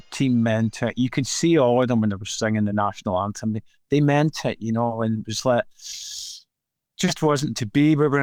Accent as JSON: {"language": "English", "country": "Ireland", "said": "You knew what it meant, you know, being an Irishman, you know."}